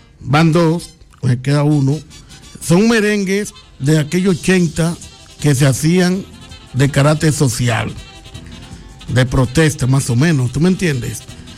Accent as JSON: {"language": "Spanish", "country": "Dominican Republic"}